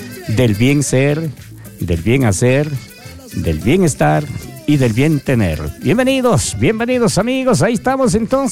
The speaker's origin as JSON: {"language": "Spanish", "region": "Azuay", "country": "Ecuador"}